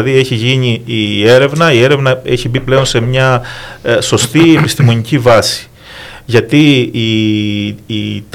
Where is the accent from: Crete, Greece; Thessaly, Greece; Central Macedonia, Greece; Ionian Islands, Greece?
Crete, Greece; Γιατί κατάγομαι και από την Κρήτη, οπότε για μένα ήταν ένα πολύ μεγάλο ευτύχημα το γεγονός ότι εδώ στην Κρήτη, στον τόπο μου